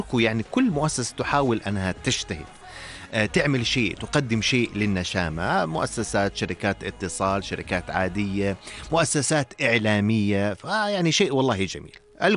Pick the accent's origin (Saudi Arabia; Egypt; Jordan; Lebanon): Jordan; إحنا أردنيين.